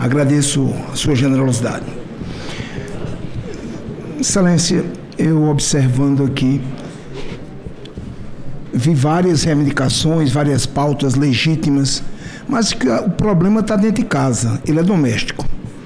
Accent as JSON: {"language": "Portuguese", "region": "Paraíba", "country": "Brazil"}